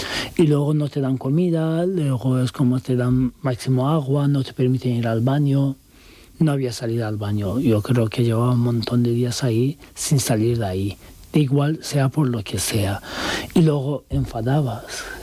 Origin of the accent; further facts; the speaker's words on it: Turkey; Spanish is a second language; now in Spain; Da igual que seas también turco, porque digo, soy turco y podía pasar más